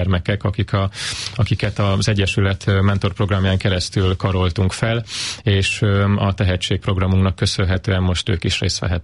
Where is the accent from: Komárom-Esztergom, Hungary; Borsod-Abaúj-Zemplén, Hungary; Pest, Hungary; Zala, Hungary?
Zala, Hungary; Nova; szeptember 4-én és 5-én pedig Nován, éppen a szülőfalumban egy tehetséggondozó fesztiválra